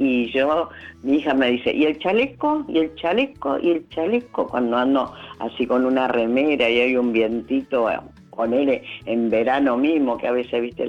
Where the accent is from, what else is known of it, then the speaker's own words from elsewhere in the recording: Buenos Aires, Argentina; also born or lived in Puerto Tirol, Chaco, Argentina; Y me trajo a Buenos Aires, y me crié acá en Buenos Aires.